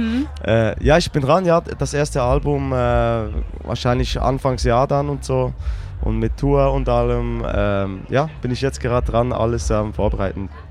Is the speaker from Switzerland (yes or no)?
yes; Bern, Switzerland; ich komme aus Bern, aus der Hauptstadt von der Schweiz